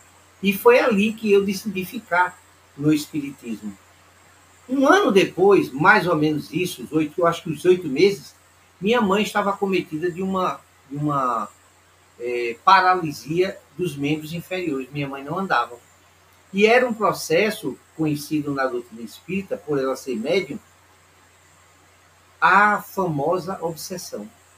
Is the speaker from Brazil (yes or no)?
yes; Alagoas, Brazil; now in Recife, Brazil; Eu saí de Alagoas e viemos morar em Recife.